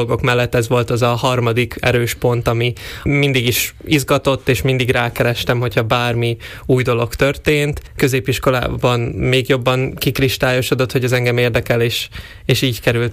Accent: Štúrovo, Nitra Region, Slovakia; now in Budapest, Hungary; egyébként Párkányból származom. Oda jártam általános iskolába és gimnáziumba is, jelenleg pedig Budapesten a Nemzetközi Üzleti Főiskolán tanulok.

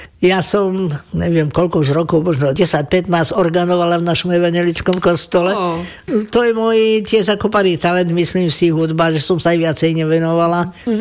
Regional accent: Kežmarok, Prešov Region, Slovakia; Kežmaruk je moje rodné mesto, ktoré skutočne mám veľmi rada.

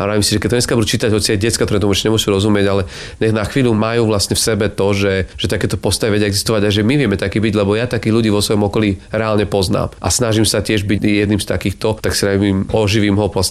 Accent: eastern Slovakia, Slovakia; A ja som mal to šťastie, že vlastne pochádzam z rodiny z východu Slovenska, kde ako malé dieťa som ešte zažil.

